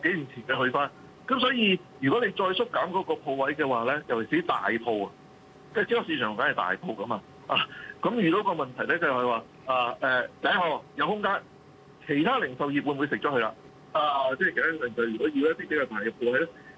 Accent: Hong Kong

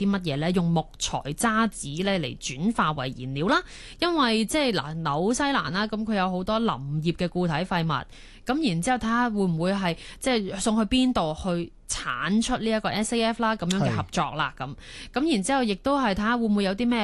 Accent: Hong Kong; 我覺得作為香港人都要幾驕傲嘅一件事。

